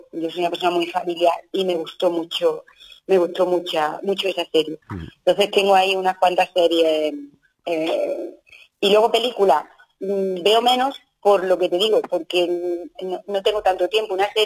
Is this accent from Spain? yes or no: yes; Linares, Andalusia, Spain; born there; íbamos de pequeño con él aquí al municipal, al estadio municipal Linarejo